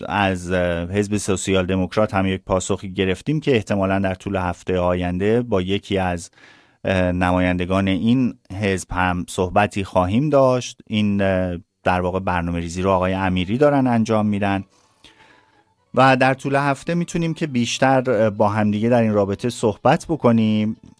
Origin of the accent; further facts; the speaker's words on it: Iran; now in Sweden; مایی که در این حال که سوئدی هستیم ایرانی هم هستیم